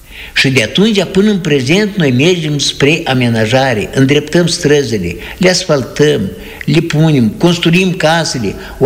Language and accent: Romanian; Baraboi, Dondușeni District, Moldova; moved away; în satul meu, Baraboi, acum e raionul Dondoșani, de unde m-am născut eu.